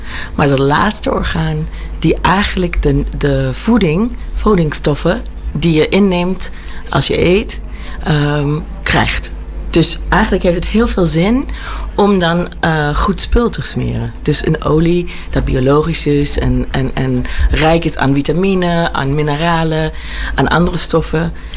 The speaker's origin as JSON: {"language": "Dutch", "country": "Germany", "tie": "born or raised there", "also_born_or_lived": "United States", "second_language": "Dutch", "said": "is een Nederlander die in Duitsland en Amerika is opgegroeid. Vandaar mijn accent. Mijn moeder is Friesin."}